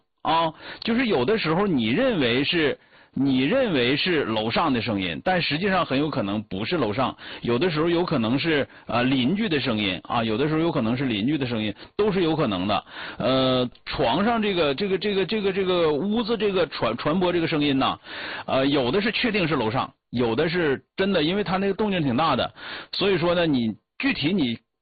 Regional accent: Northeast China, China; 因为咱们东北话很多都是山东话和河北话啊

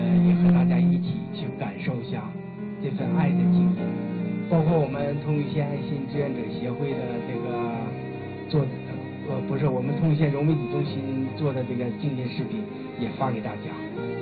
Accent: China; 我们中华我们中国人

